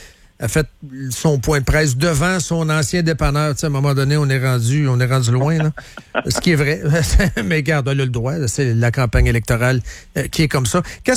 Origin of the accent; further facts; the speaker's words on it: Trois-Rivières, Quebec, Canada; moi aussi, je viens de Trois-Rivières, je n'est pas plus trifluvienne que moi, je suis trifluvien.